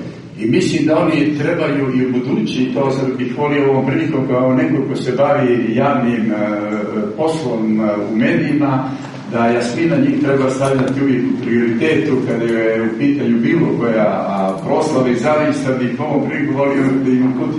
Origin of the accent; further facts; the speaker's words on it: Podgorica, Montenegro; also born or lived in Berane; ja sam bukvalno porastao u Podgorici, a rođen sam u Beranama.